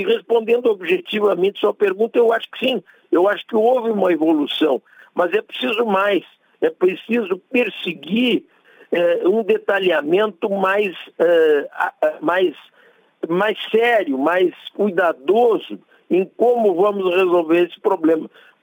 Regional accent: Rio Grande do Sul, Brazil; eu estou falando particularmente aqui do Rio Grande do Sul, porque sou gaúcho e vivo aqui

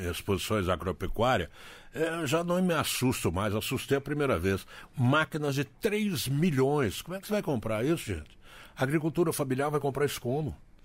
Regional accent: Coluna, Minas Gerais, Brazil; Eu sou de Coluna, Minas Gerais.

